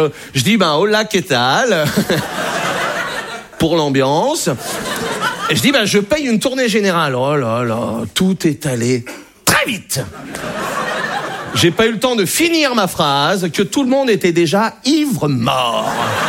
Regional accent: Brittany, France; Je suis breton. Moi, j'ai été accepté en Bretagne.

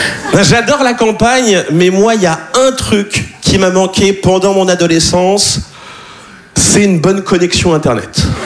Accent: Nouvelle-Aquitaine, France; Non, je viens de la campagne que tu sais pas placer sur une carte. Hein, moi, je suis originaire de Charente.

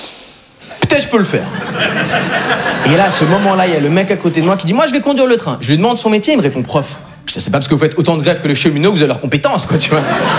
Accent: Switzerland; now in France

